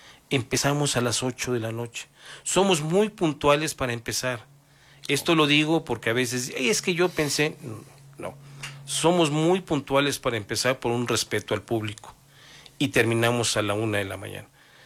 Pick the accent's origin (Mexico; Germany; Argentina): Mexico; Como mexicanos, nuestra música es el mariachi.